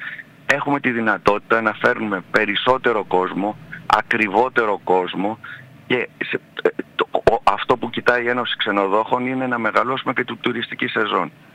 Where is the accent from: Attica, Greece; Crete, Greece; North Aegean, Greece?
North Aegean, Greece; Samos; Είμαι Σαμιώτης